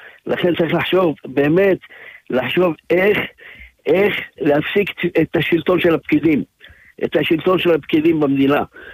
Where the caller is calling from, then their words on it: Ofakim, Southern District, Israel; אני אגיד באופקים